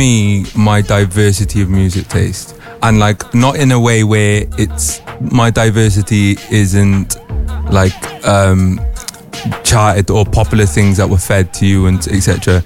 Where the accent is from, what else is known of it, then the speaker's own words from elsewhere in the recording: Newport, Wales, United Kingdom; people don't know I'm from Newport.